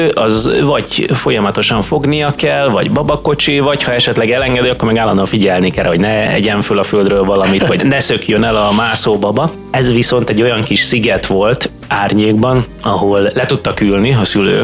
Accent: Cegléd, Pest, Hungary; moved away as an adult; én is most már teljes mértékben itt lakom, egy ideje már. Minden héten visszajártam, de tavaly nyáron teljes mértékben ide visszaköltöztem szülővárosomba.

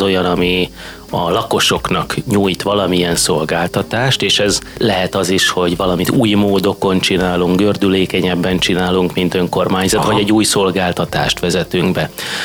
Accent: Cegléd, Pest, Hungary; Cegléden kívül, ami szülővárosom, és itt lakom

